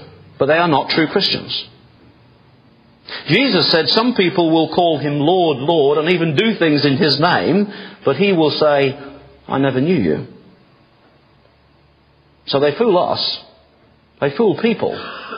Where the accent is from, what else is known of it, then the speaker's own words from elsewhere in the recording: England, United Kingdom; moved away; I was brought up in England